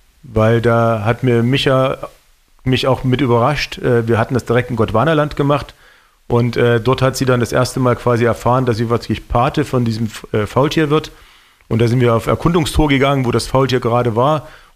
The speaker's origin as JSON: {"language": "German", "town": "Leipzig", "region": "Saxony", "country": "Germany", "said": "für mich als Leipziger"}